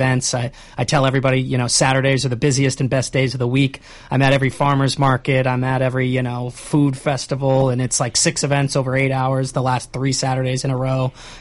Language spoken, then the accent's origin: English; Hanson, Massachusetts, United States; now in Duxbury, United States; I grew up in Hanson. I live now with my fiance in Duxbury, so I represent my hometown. My folks still live in the district.